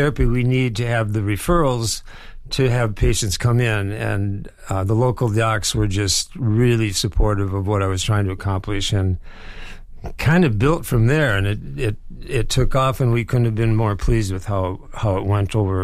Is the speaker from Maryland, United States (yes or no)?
no; Decorah, Iowa, United States; Yeah, born and raised in Decorah, Les. My family, most of us are still here.